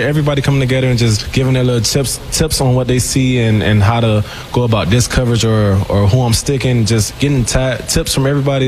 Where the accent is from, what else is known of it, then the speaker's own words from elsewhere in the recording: Miami Gardens, Florida, United States; No, I'm from Miami Gardens.